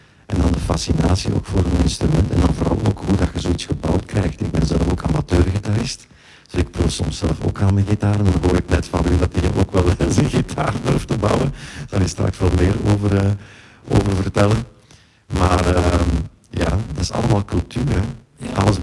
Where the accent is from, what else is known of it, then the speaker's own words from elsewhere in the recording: Herentals, Antwerp, Belgium; also born or lived in Turnhout; Ik ben in Turnhout geboren, ja. Maar ik ben opgegroeid in Herentals, Noorderwijk.